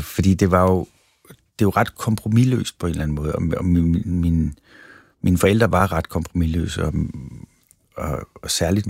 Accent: Valby, Capital Region of Denmark, Denmark; Og vi havde sådan en plads i Valby, faktisk lige over for spinderiet, hvor jeg voksede op.

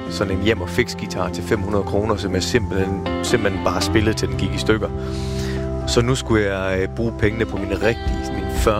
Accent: Tønder, Region of Southern Denmark, Denmark; det er mit barndomshjem i Tønder, ude på Dyrhusvej. Sådan en rødstens murvilla der, murmestervilla.

